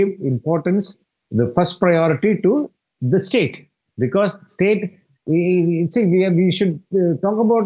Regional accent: Tamil Nadu, India; first language Tamil; English is a second language; I am, by language, I am Tamil. By nation, I am Indian.

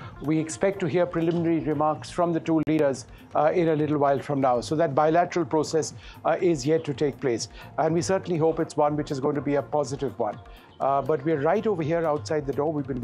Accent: Kolkata, West Bengal, India; Kolkata, my hometown.

